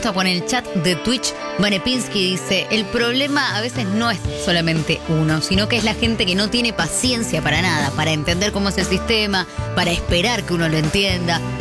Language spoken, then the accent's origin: Spanish; Argentina; como siempre, Argentina, mi país, mi país. Qué orgullo, ¿eh?